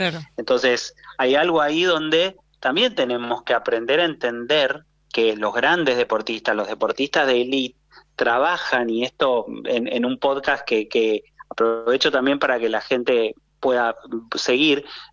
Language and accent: Spanish; Argentina; Ahí sí es como que podemos decir somos argentinos